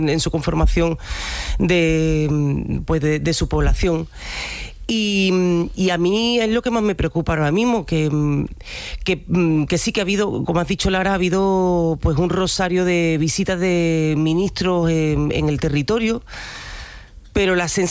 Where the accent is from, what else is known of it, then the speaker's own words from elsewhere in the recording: Andalusia, Spain; los que somos del campo de Gibraltar, como es mi caso